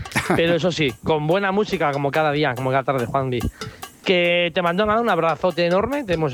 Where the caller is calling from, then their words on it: Zaragoza, Aragon, Spain; sí, de Zaragoza.